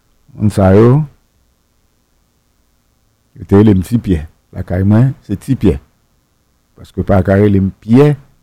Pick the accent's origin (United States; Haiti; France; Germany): Haiti; Port-au-Prince, Ouest; Et à moi, je viens de Port-au-Prince.